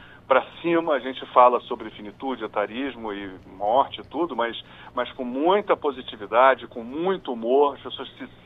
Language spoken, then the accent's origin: Portuguese; Rio de Janeiro, Brazil; Sou carioca